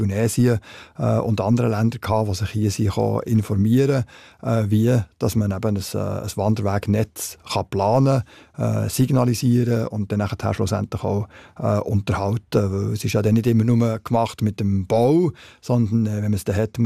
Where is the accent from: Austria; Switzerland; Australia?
Switzerland; Und bei uns in der Schweiz geht es, mit Ausnahme vom Gipfel, geht's immer weiter